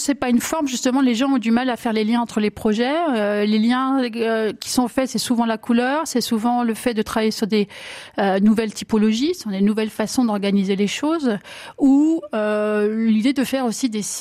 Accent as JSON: {"language": "French", "region": "Grand Est", "country": "France", "tie": "born there"}